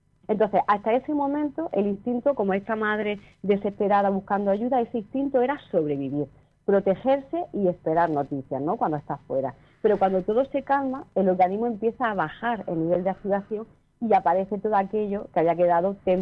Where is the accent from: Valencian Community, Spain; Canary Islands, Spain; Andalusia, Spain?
Andalusia, Spain; Vélez-Rubio; yo soy de Belerrubio, relativamente cerca.